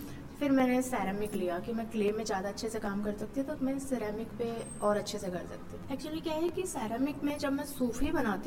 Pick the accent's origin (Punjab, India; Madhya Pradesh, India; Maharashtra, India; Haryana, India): Madhya Pradesh, India; Gwalior; मैं सीखकर तो अपने ग्वालियर से ही आई थी।